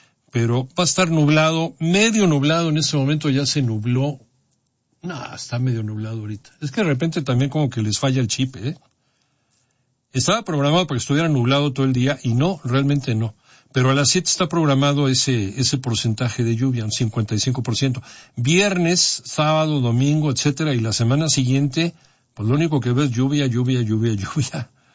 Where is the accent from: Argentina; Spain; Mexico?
Mexico; Cancún, Quintana Roo; moved away; saludos allá a mi tierra